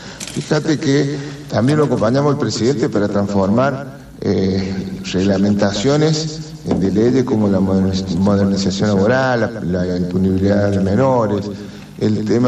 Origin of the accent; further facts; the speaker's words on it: San Luis, Argentina; Yo vengo de la provincia de San Luis, donde siempre se gobernó con equilibrio fiscal.